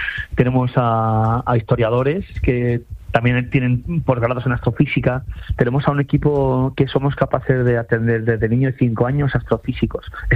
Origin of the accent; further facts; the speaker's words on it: Valencian Community, Spain; Yo como valenciano son las mejores que se hacen en Valencia, así.